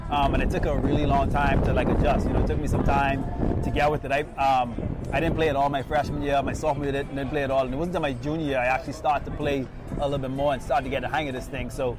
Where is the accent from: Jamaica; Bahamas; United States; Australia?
Bahamas; Yeah, I mean, like, obviously it's a lot more laid back than New York, I'll tell you